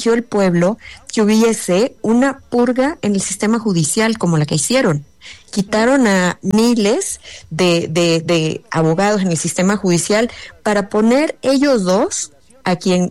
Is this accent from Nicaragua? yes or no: yes; Nicaragua; born there; los que tenemos pasaporte nicaragüense y nacimos en Nicaragua, no podemos votar desde el exilio.